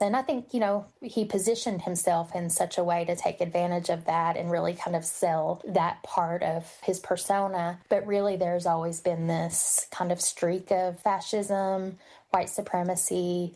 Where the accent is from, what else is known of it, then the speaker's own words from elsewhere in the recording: Appalachia, United States; I'm from Central Appalachia, so Eastern Kentucky, West Virginia.